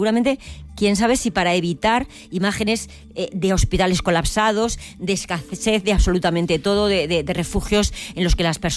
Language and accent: Spanish; Region of Murcia, Spain